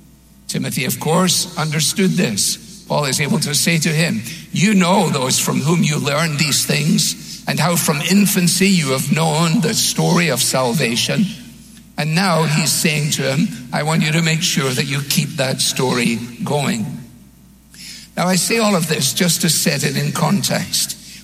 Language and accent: English; Scotland, United Kingdom; as a Scotsman, I don't like to waste electricity or anything.